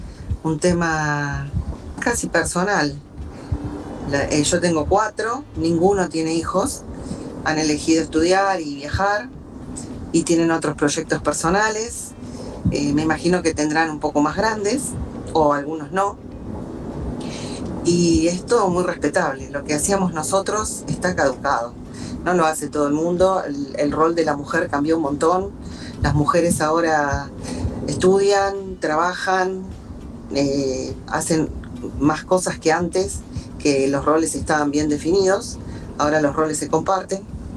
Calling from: Buenos Aires, Argentina; soy de Capital.

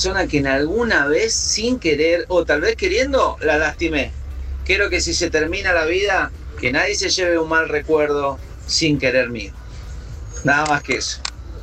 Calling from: General Rodríguez, Buenos Aires Province, Argentina; te estoy hablando desde General Rodríguez.

